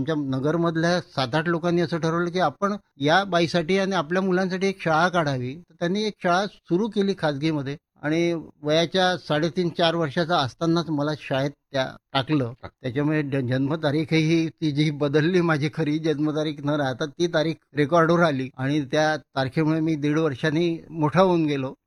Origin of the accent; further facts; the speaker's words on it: Amravati, Maharashtra, India; मी मूळ अमरावतीचा शहरीच माणूस, विलासनगर या ठिकाणी माझं राहणं होतं अमरावतीला आणि अमरावतीतच माझा जन्म झाला।